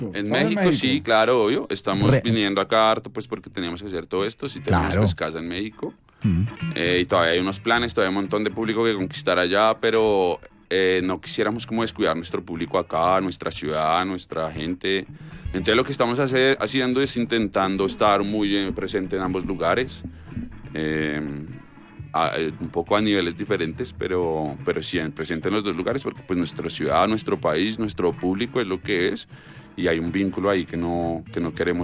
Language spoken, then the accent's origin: Spanish; Bogotá, Bogotá Capital District, Colombia; Yo siento que soy más colombiano, siento que soy más rolo allá.